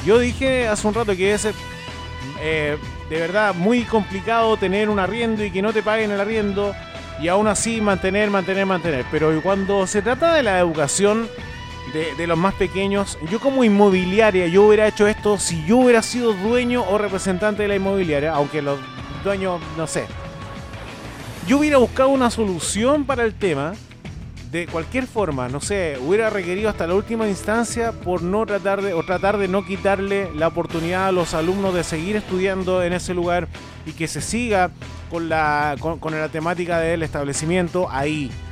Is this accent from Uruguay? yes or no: no; Talca, Maule, Chile; moved away; Ustedes saben que soy de Talca